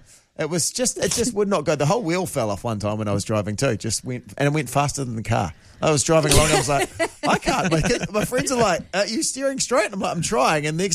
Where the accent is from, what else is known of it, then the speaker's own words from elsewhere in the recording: Wellington, New Zealand; Growing up in the Wairarapa, and we moved out to a farm in my sort of high school years as well, which wasn't the place for me.